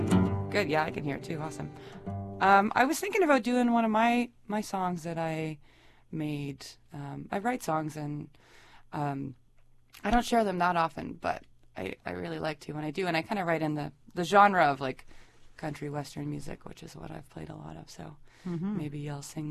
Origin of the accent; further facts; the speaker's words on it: Whitehorse, Yukon, Canada; I grew up here in Whitehorse